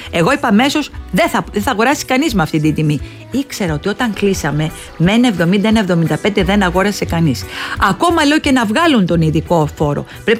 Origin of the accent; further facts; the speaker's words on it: Palaio Faliro, Attica, Greece; ναι ότι είμαι από το παλαιό Φάληρο.